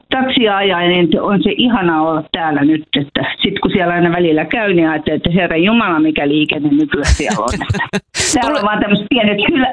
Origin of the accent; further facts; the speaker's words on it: Espoo, Uusimaa, Finland; also born or lived in Helsinki; now in Leivonmäki, Finland; Mä olen kotoisin Espoosta, Helsingissä syntyjä ja kolmannen polven helsinkiläinen, mutta sitten haluttiin tulla tänne rauhaan.